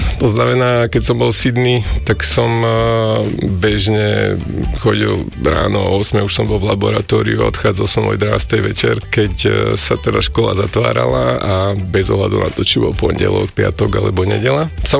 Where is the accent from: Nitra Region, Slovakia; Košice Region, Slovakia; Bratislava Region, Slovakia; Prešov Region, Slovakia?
Košice Region, Slovakia; Spišská Nová Ves; born there; moved away as an adult; also born or lived in Brno / Australia; a narodil som sa v Spiskej Novej Vsi.